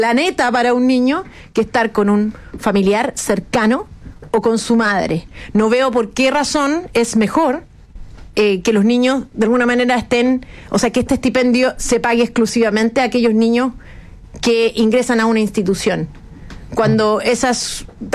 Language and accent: Spanish; Chile; esta discusión fundamental que nos convoca a todos como chilenos